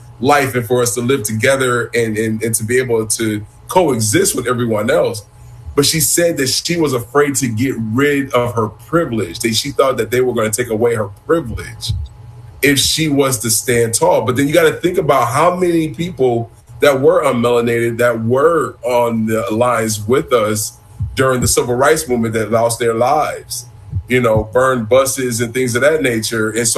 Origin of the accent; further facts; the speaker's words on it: Buffalo, New York, United States; Buffalo, my hometown